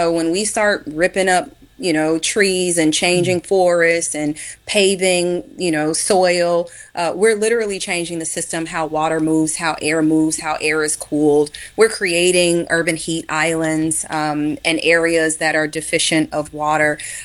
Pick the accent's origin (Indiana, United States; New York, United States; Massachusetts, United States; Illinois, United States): Illinois, United States; Chicago; it was super cool growing up in Chicago in the 90s.